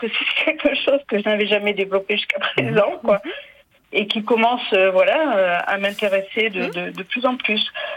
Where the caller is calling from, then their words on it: Nice, Provence-Alpes-Côte d'Azur, France; J'appelle de Nice